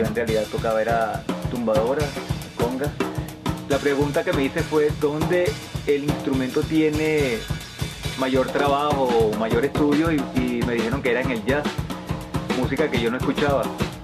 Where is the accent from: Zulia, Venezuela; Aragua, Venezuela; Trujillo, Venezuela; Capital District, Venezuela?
Capital District, Venezuela; Caracas; baterista de profesión, soy de aquí, de Caracas.